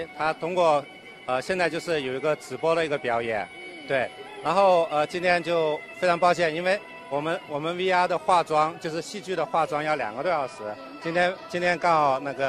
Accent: China; 就我作为中国人

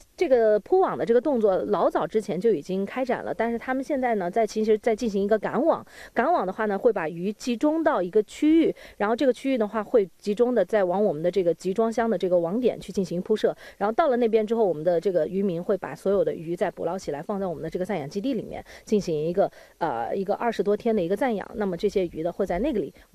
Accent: Taihu County, Anhui, China; 安徽省其实还有一个人才辈出的太湖县，那我就是我们太湖县人。

